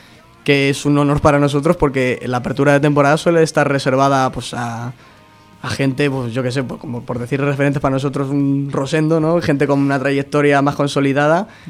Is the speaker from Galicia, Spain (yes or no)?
no; Cáceres province, Extremadura, Spain; born there; moved away; Pues estuvimos durante el año en Badajoz. Me falta ahí acercarme un poquito más para mi pueblo, sí.